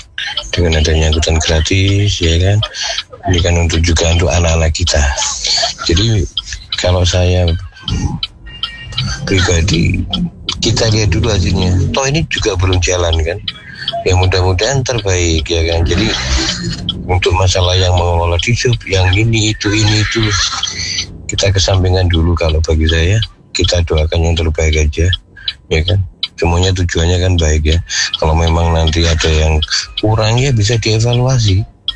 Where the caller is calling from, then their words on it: Malang, East Java, Indonesia; saya sebagai selaku warga Malang